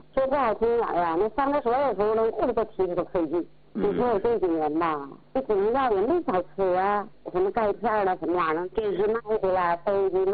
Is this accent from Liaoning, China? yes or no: yes; Shenyang, Liaoning, China; 我家是沈阳的。